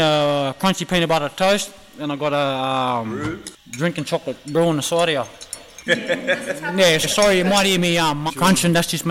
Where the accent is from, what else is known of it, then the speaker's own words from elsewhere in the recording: Mount Druitt, New South Wales, Australia; I grew up in Mount Druitt all my life.